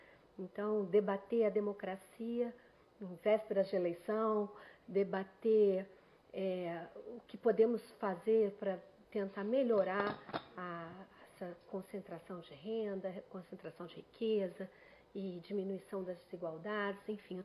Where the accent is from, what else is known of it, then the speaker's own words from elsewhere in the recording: São Paulo, Brazil; born there; now in Rio de Janeiro, Brazil; eu sou paulista, eu sou nascida aqui. Então, eu me carioquei, a vida me cariocou, mas eu sou daqui.